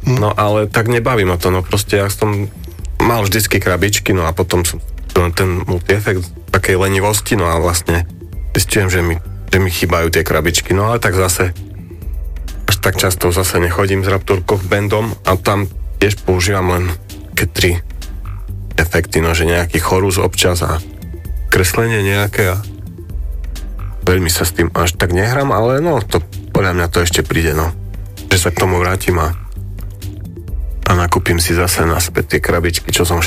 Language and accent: Slovak; Jasenov, Prešov Region, Slovakia; ja nie som z Humenného, ja som z Jasenova